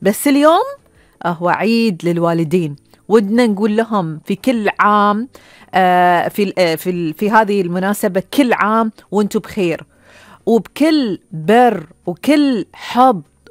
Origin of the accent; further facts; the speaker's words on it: Bahrain; وإحنا كبحرينيين بتربيتنا بأخلاقنا بقيمنا